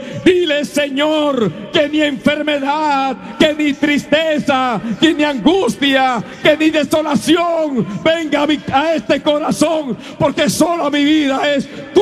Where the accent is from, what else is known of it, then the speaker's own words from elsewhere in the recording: Dominican Republic; En una ocasión voy caminando por las calles de una ciudad de mi pueblo.